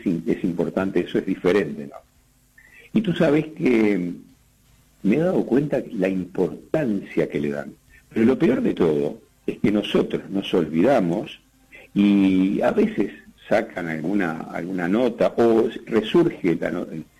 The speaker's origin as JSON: {"language": "Spanish", "country": "Uruguay", "said": "tú sabes que soy el único uruguayo."}